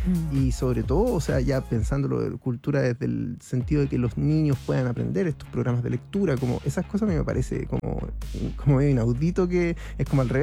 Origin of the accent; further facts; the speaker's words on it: Chile; este año fue la delegación más grande de Chile que ha ido en la historia de este festival. Fuimos como 50 chilenos.